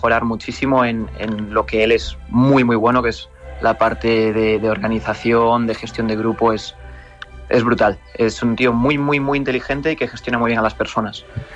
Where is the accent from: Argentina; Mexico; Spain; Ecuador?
Spain; Pero a mí como español, pues jugar contra el Barcelona me hace especial ilusión.